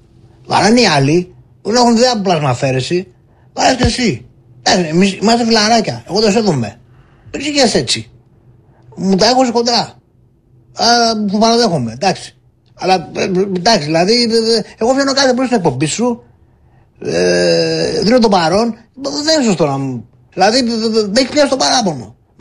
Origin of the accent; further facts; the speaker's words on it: Greece; born there; Αν την προσευχή μου που γεννήθηκα στην Ελλάδα, γιατί αλλού, θα πήγα να πάρει με τις σκούπες.